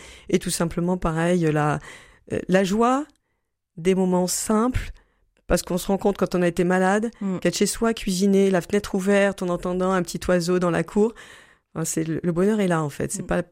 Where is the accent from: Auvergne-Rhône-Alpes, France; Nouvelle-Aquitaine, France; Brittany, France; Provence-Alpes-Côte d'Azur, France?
Provence-Alpes-Côte d'Azur, France; Marseille; Moi, je suis de Marseille